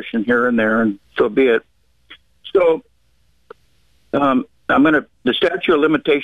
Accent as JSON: {"language": "English", "region": "Washington", "country": "United States", "tie": "born or raised there", "lives_now": "Sandy Point Heights, United States", "said": "I grew up on the Middle Fork of the Nooksack on the Skid Lake Road"}